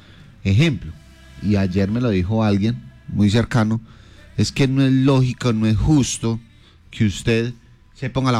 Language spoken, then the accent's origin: Spanish; Pereira, Risaralda, Colombia; Hay que ayudar entre todos, somos entre pereiranos, todos. Somos yo digo que más que pereiranos, risaraldenses